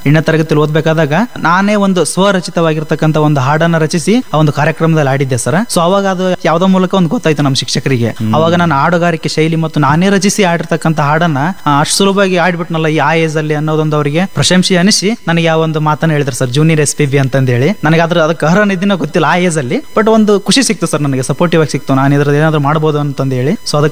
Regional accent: Koppal district, Karnataka, India; ನಮ್ದು ಹುಟ್ಟಿದ ಊರು ಬಂದು ಕೊಪ್ಪಳ ಜಿಲ್ಲೆಯ ಒಂದು ಸಣ್ಣ ಹಳ್ಳಿ ಸರ್, ವಟಪರ್ವಿ ಅಂತ. ಮೊದಲು ಯಲಬುರ್ಗ ತಾಲೂಕಲ್ಲಿ ಆಗಿತ್ತು, ಈಗ ಕುಕ್ನೂರ್ ಅಂತ ಆಗಿದೆ ಸರ್. ನನ್ನ ಒಂದು ಜನನ ಅಲ್ಲೇ ಆಗಿದ್ದು, ವಟಪರ್ವಿ ಗ್ರಾಮದಲ್ಲಿ. ಸೊ ನಾನು ಅಲ್ಲಿಂದ ಬೆಳೆದು ನಾನು ಅಲ್ಲೇ ಹುಟ್ಟಿ ಬೆಳೆದಿದ್ದೆ ಸರ್, ಅದೇ ಊರಲ್ಲಿ.

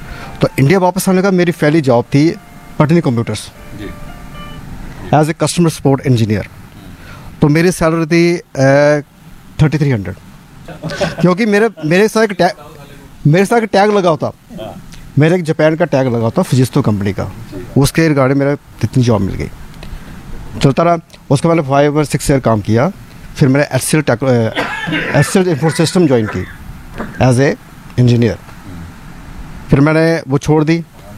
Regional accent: Jammu and Kashmir, India; मैं जम्मू कश्मीर से बिलोंग करता हूँ

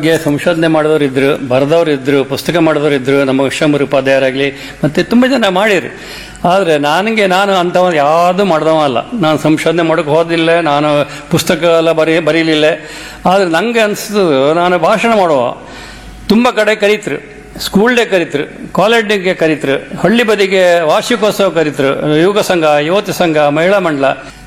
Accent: Karnataka, India; accent: Kundapura Kannada; ಹಂಗಾಗಿ ನಮಗೆ ಕುಂದಾಪುರ ಕನ್ನಡ ನಮ್ಮ ರಕ್ತದಾಗ ಇತ್ತು, ನಾವು ಹುಟ್ಟಿಲ್ಲಾಗಾಯ್ತು ಅದನ್ನೇ ಮಾತಾಡ್ಕಂತ ಬಂದವರು.

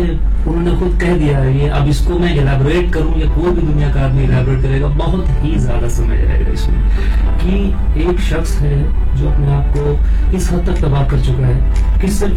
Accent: Lucknow, Uttar Pradesh, India; मैं लखनऊ से हूँ तो थोड़ी अच्छी घर पे उर्दू पे मगर उतनी अच्छी है

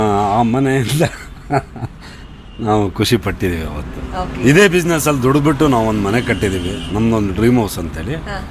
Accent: Konandur, Karnataka, India; now in Shivamogga, India; ನಮ್ಮ ನೇಟಿವ್ ಬಂದು ಕೋಣಂದೂರು, ತೀರ್ಥಳ್ಳಿ ತಾಲೂಕು. ಶಿವಮೊಗ್ಗ ಬಂದು

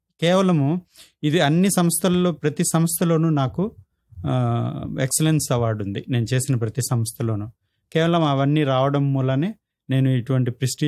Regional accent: V. Kota, Andhra Pradesh, India; moved away as an adult; also born or lived in Hyderabad / Chennai; నేను పుట్టింది వికోట, వెంకటగిరి కోట, చిత్తూరు డిస్ట్రిక్ట్.

